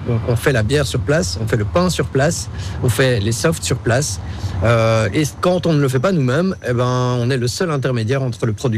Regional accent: Brussels, Brussels-Capital Region, Belgium; born there; je suis né à Bruxelles

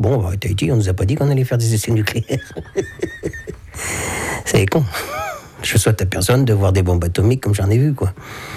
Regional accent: Trézien, Brittany, France; marin pêcheur à l'Empol Plouarzel. Enfin, à Plouarzel, je suis de Trésien.

